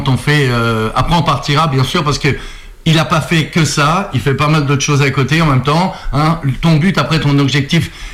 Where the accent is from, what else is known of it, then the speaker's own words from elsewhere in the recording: Brazil; je suis du Brésil et j'ai des coups comme ça.